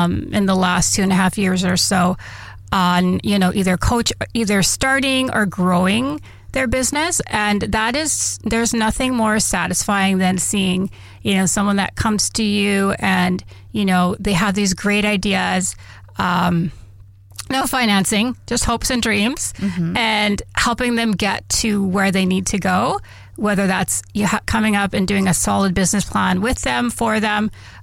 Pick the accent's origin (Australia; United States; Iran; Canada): Canada; Driftpile, Alberta; So my mom is from Driftpile in Treaty 8 territory. So I grew up kind of in the Driftpile, Swan River area, First Nation.